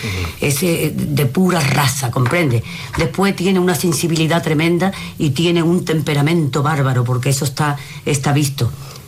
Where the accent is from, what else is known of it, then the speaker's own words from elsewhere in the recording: Andalusia, Spain; porque yo soy del sur, yo soy, sí, andaluza